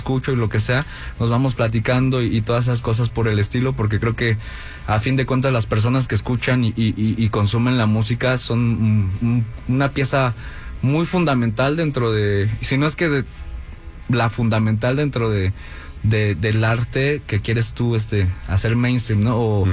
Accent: Gustavo A. Madero, Mexico City, Mexico; yo crecí en la Gustavo Amadero, ¿no? Una colonia de por... una delegación de por acá

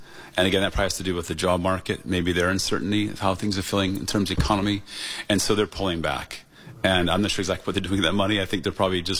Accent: United States; And as an American, we have a passion for sports, certainly a passion for soccer, football.

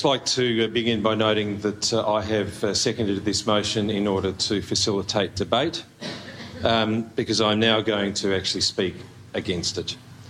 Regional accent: South Australia, Australia; moved away; I'm from South Australia, so I say Mall

